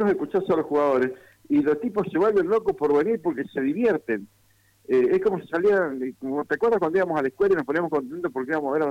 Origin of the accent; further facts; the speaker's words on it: Argentina; Nosotros como argentinos que somos